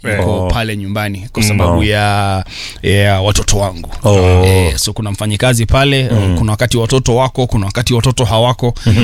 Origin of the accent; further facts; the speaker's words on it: Isiolo, Isiolo County, Kenya; moved away; also born or lived in Nairobi; Na huko ndiko nimelelewa sana utotoni. Kwa hivyo hadi nimalize standard 8, class 8 ya primary school nimeishi Isiolo.